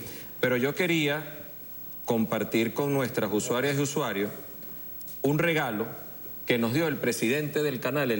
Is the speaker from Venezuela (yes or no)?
yes; Venezuela; somos venezolanos